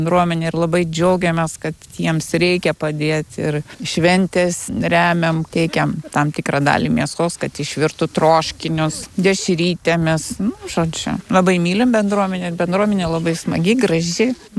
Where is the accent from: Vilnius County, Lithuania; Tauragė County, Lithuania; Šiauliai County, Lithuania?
Vilnius County, Lithuania; Vilnius; moved away as an adult; Tai mes pabėgom iš Vilniaus. Vyras iš Kauno, aš iš Vilniaus, bet visą laiką Vilniuje gyvenom ir dirbom.